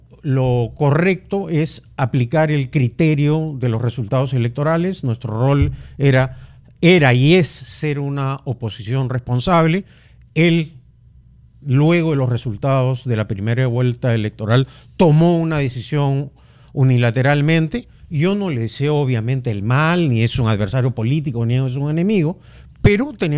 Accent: Peru; Como todo peruano, quiero que este gobierno tenga éxito.

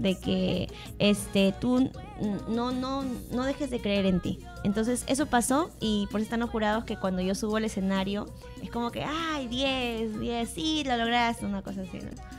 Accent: Peru; diciendo que soy peruana

